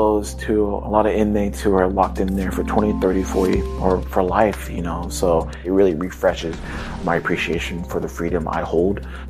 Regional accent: Fresno, California, United States; I grew up in Fresno, California, the Central Valley. My parents arrived in the late 1980s. We're immigrants from Vietnam. We came after we lost the war.

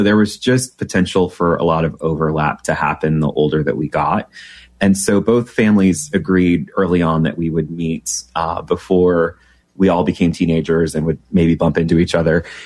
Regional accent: Peoria, Illinois, United States; Yeah, I grew up in Peoria, Illinois. So small town, Illinois, loved it.

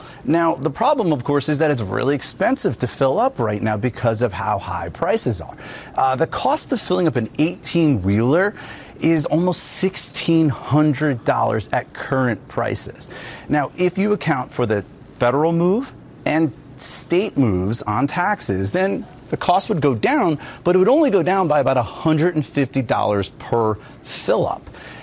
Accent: New Jersey, United States; my home state of New Jersey

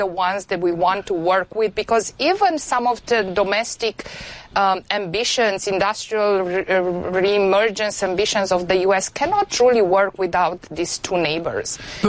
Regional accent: Oradea, Bihor County, Romania; also born or lived in Timișoara; I have to talk about my hometown. It's not just Timișoara. I went to school there, but you should visit Oradea. It's absolutely stunning.

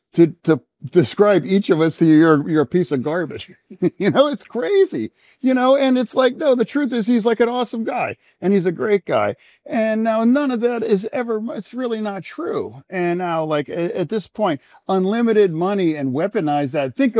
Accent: York, Pennsylvania, United States; we are just two Pennsylvania stories. You know, I grew up in York

